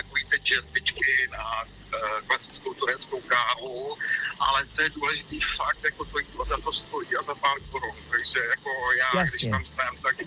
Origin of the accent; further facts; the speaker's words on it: Sarajevo, Bosnia & Herzegovina; Tak co se týče Sarajeva, tak já jednoznačně doporučuju, protože Reno, samozřejmě, že to je jako z protekce moje rodné